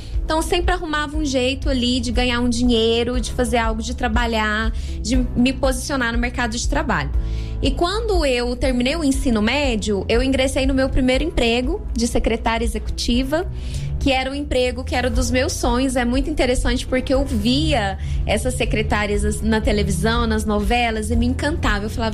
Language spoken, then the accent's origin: Portuguese; Goiânia, Goiás, Brazil; also born or lived in Presidente Epitácio, Brazil / Santa Rita do Pardo, Brazil; Então, eu sou registrada como paulista, mas eu resido aqui em Goiânia desde os meus 4 anos de idade. Então, eu me considero goiana.